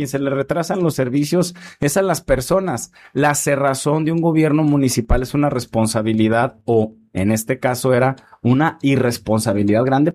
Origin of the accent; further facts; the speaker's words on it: Manzanillo, Colima, Mexico; soy el único manzanillense en el gabinete de nuestra gobernadora